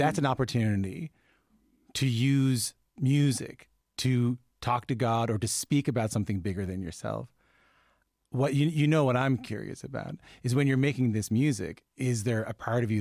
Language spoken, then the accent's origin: English; Newfoundland and Labrador, Canada